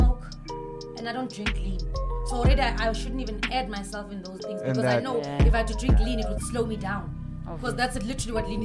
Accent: Eastern Cape, South Africa; I'm from Eastern Cape

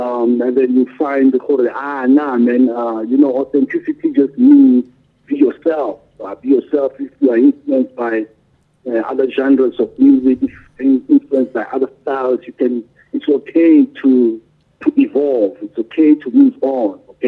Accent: South Africa; Growing up in South Africa, man, will humble you.

